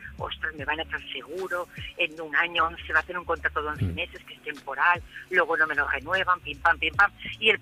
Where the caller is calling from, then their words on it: Valencia, Valencian Community, Spain; Eso no soy yo … de Valencia, que he estado ahorrando para comprar una vivienda.